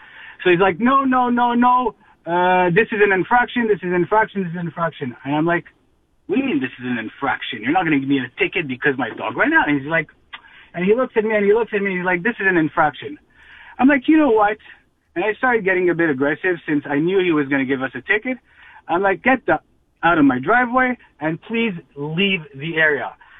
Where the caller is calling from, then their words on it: Dollard-des-Ormeaux, Quebec, Canada; we are from the West Island in DDO, Dollar Desormo.